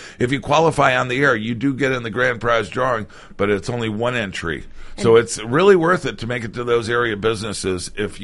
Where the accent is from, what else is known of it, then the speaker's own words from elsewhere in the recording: New England, United States; now in Michigan, United States; To my home country of New England.